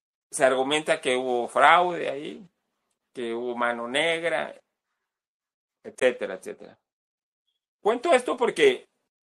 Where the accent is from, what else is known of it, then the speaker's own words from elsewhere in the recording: Acapulco, Guerrero, Mexico; En mi tierra, en Acapulco, en la playa